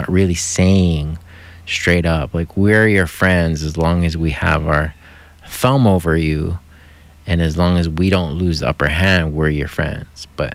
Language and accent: English; Hawaii, United States; we find ourselves in as Native Hawaiian people.